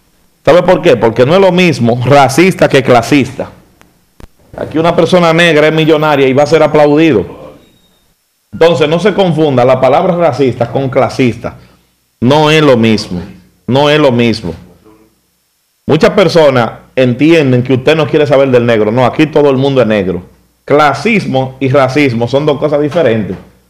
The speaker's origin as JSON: {"language": "Spanish", "country": "Dominican Republic", "said": "en la República Dominicana nosotros como dominicanos comencemos a decir que es solamente a los haitianos"}